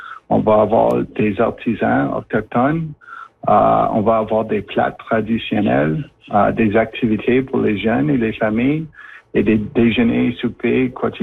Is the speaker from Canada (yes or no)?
yes; Joliette, Quebec, Canada; born there; now in Timmins, Canada; Je suis né à Joliette et je travaille ici à notre office en Timmins, Ontario. Je suis un membre de Flying Post First Nation, donc c'est proche de Timmins